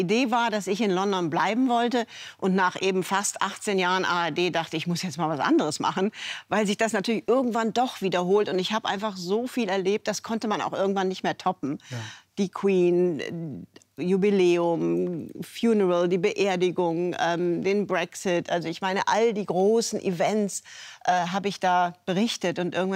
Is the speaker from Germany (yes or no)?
yes; Rhineland, Germany; Dieser leicht anarchische Streak, den habe ich da als Rheinländerin durchaus wiedergefunden.